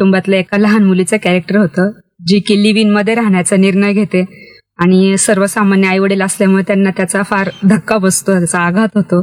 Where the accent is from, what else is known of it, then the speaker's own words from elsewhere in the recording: Nashik, Maharashtra, India; born there; मी नाशिकचीच.